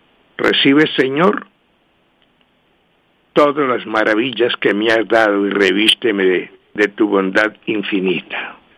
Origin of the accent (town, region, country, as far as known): Colombia